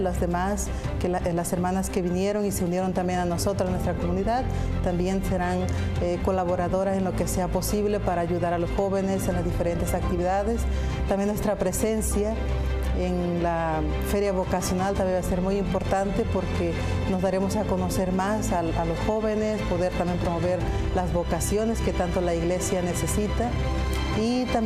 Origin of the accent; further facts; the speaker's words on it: Puerto Escondido, Oaxaca, Mexico; moved away as an adult; now in Portugal; Soy originaria del estado de Oaxaca, de la diócesis de Puerto Escondido. Y actualmente me encuentro realizando la misión aquí en Portugal desde hace 8 años.